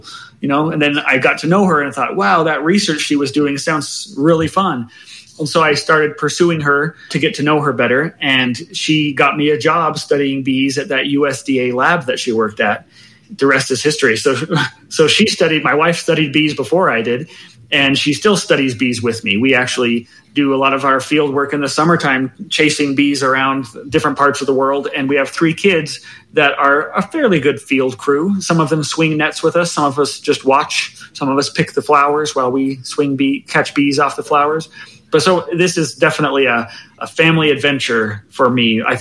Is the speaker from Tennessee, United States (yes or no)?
no; Provo, Utah, United States; I grew up in northern Provo.